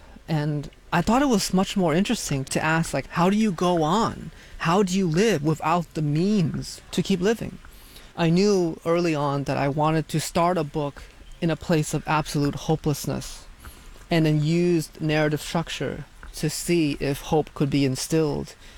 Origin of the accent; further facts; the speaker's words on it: Hartford, Connecticut, United States; when I was a little boy growing up in Hartford, on Sunday we would go to the Baptist church